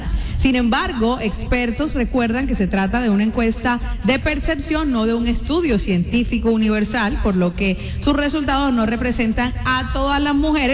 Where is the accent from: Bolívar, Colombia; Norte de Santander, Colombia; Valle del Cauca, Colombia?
Bolívar, Colombia; Cartagena; somos las cartageneras. Las cartageneras estamos como el caballo cochero, ciego, enfocadas en un solo hombre.